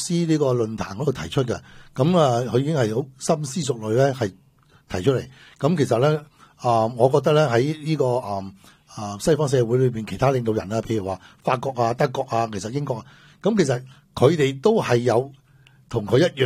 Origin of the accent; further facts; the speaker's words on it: Canada; 我哋加拿大人